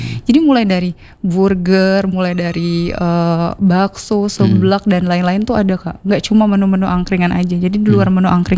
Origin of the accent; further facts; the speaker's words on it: Air Saleh district, South Sumatra, Indonesia; di desaku sendiri, itu di Desa Upang, Kecamatan Air Saleh.